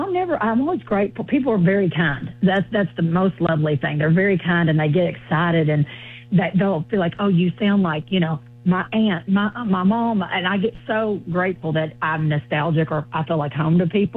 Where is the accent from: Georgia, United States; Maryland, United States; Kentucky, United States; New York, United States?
Kentucky, United States; Middlesboro; from the mountains of the gorgeous Appalachian Mountains. I'm from Bell County, Kentucky, Middlesboro.